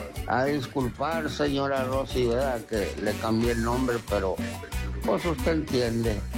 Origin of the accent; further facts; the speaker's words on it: Mexico; No, yo soy mexicano hasta la casa